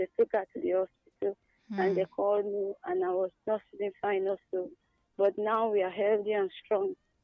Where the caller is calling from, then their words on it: Ungo, Nigeria; calling from Ungo.